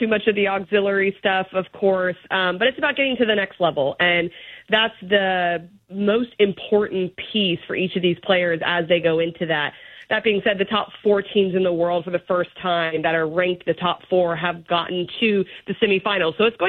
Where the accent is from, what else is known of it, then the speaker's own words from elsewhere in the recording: Dallas, Texas, United States; also born or lived in Colorado; grew up in Dallas. I was born in Colorado